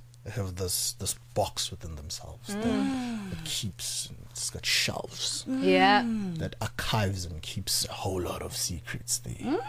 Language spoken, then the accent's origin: English; Ladysmith, KwaZulu-Natal, South Africa; I'm from Ladysmith. We've got land.